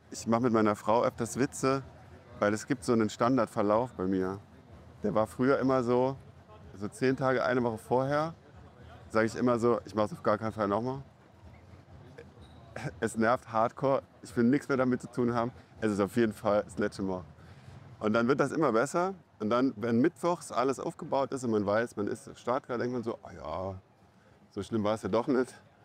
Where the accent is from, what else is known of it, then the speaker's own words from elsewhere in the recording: Elm, Saarland, Germany; Ich bin gebürtiger Elmer, also komme ursprünglich aus einem Nachbardorf von Rockwellet Schlackow.